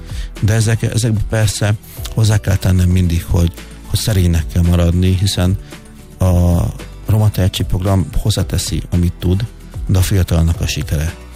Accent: Bács-Kiskun, Hungary; Én egy Bácsiskun megyei kis településen születtem, egy cigánytelepen, nullát cigány származású vagyok

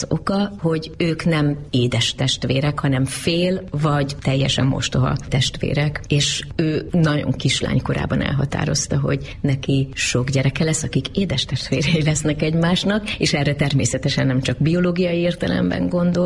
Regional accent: Gödöllő, Pest, Hungary; Gödöllőn nőttem fel

